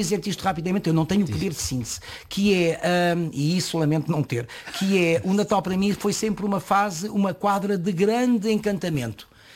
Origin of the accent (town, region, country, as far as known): Lisbon, Portugal; born there